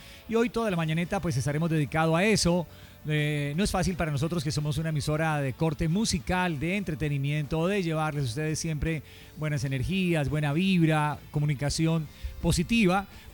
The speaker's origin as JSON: {"language": "Spanish", "town": "Cali", "region": "Valle del Cauca", "country": "Colombia"}